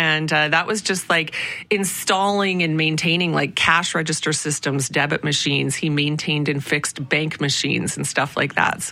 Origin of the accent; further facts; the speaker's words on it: Prince Albert, Saskatchewan, Canada; But yeah, growing up in Prince Albert, Saskatchewan, and then high school was really where it was a pivotal moment that pointed me in the direction of broadcasting because of a teacher.